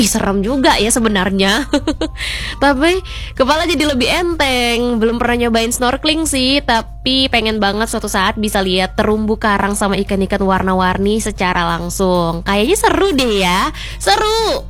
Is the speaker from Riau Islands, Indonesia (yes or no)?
yes; Bintan, Riau Islands, Indonesia; Kalau kita ya … sebagai orang Bintan, yoi, emang suka laut karena selalu bikin kangen. Dari kecil emang aku sering Kak diajakin mancing sama bapak ke laut.